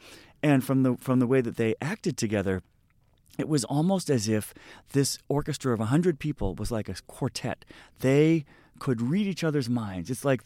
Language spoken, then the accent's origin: English; Boston, Massachusetts, United States; moved away as an adult; now in Chicago, United States; Well, sure. I'm from Boston. I grew up there. I moved to Chicago about 10 years ago.